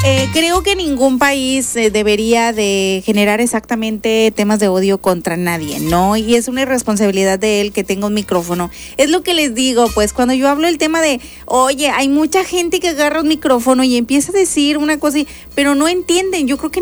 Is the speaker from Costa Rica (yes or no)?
no; Mexico; a nosotros como mexicanos